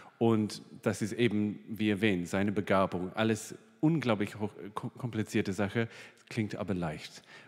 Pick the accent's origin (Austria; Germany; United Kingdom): United Kingdom; England; Ich bin Engländer.